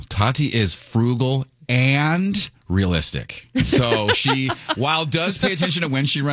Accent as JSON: {"language": "English", "town": "Escondido", "region": "California", "country": "United States", "tie": "born or raised there", "said": "I grew up in Escondido."}